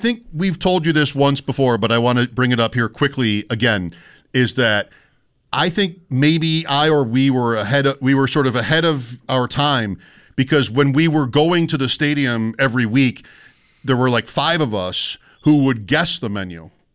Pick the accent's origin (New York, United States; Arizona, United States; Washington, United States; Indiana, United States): New York, United States; Grand Island; I'm from Grand Island, New York.